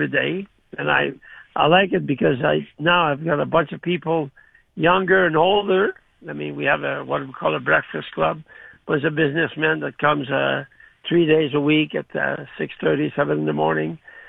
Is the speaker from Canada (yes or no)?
yes; Canada; the only overall winner, not an American this year, was a Canadian, and it was me.